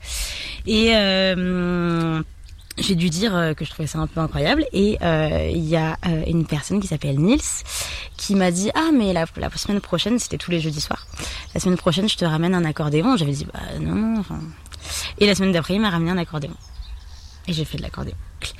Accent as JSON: {"language": "French", "region": "Southern France", "country": "France", "tie": "born there", "moved": "yes", "lives_now": "Clermont-Ferrand, France", "said": "Avec ma mère, on habitait dans le sud de la France"}